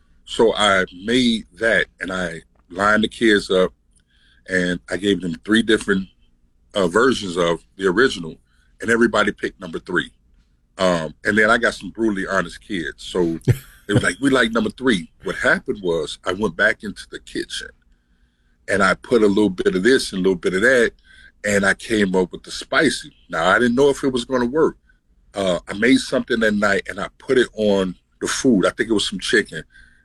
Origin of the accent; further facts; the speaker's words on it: Chicago, Illinois, United States; I'm from Chicago. I'm originally born in Chicago, born and raised in Chicago.